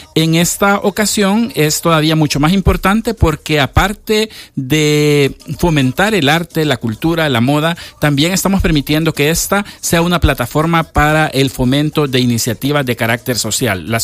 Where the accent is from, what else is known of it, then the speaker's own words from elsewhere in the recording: El Salvador; ahora ya podemos disfrutar como población salvadoreña